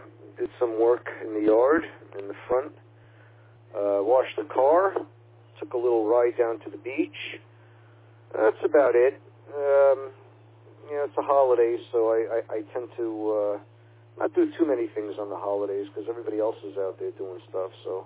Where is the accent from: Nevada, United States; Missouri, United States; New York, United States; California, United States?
New York, United States; New York City; now in Long Island, United States; I'm originally from the city. I'm from Queens. I moved out here about 36 years ago, 37 years ago now.